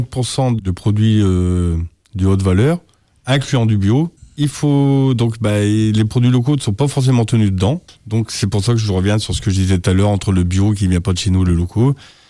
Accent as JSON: {"language": "French", "town": "Lens", "region": "Hauts-de-France", "country": "France", "said": "Moi comme je viens de Lens et du Nord, la carbonade flamande c'est un peu proche de chez nous."}